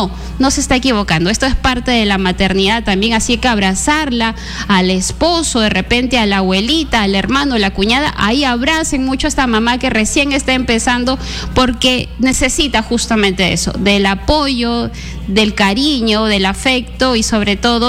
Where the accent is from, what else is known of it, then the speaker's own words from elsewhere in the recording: Lambayeque, Peru; mamitas lambayecanas, mamitas chiclayanas de Ferreñafe, de Lambayeque, de Chiclayo, de los 38 distritos que conforman nuestra región Lambayeque